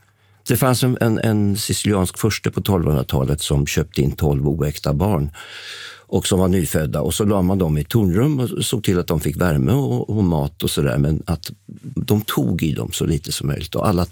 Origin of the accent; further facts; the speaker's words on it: Täby, Stockholm County, Sweden; also born or lived in Upplands Väsby; Och vi flyttade vår familj från Upplands Väsby där jag trivdes till Täby när jag var 8 år. Och där vantrivdes jag och jag blev mobbad första rasten och slagen och sådär.